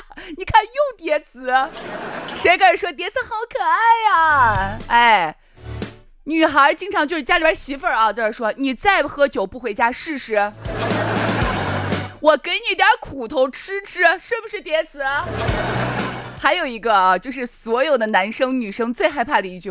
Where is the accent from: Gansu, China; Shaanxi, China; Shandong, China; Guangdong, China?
Shaanxi, China; accent: Shaanxi dialect; 你知道我们陕西话里边有一些很多叠词听起来是很可爱的